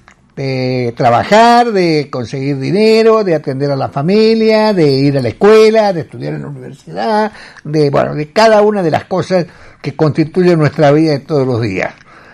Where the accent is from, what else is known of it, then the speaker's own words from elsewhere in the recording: Argentina; No somos solamente argentinos porque hay una selección argentina, somos argentinos por mucho más cosas.